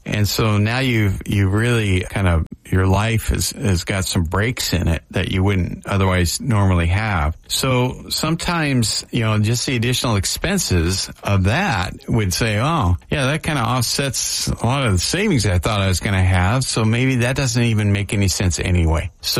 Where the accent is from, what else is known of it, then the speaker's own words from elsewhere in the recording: Washington, United States; I'm from Washington.